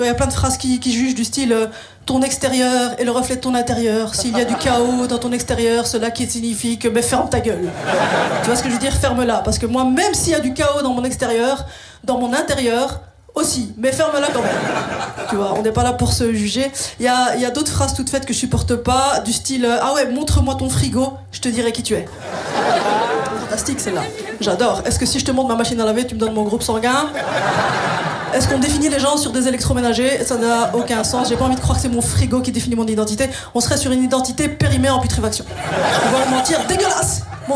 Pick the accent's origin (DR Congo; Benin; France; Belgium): Belgium; Molenbeek, Brussels-Capital Region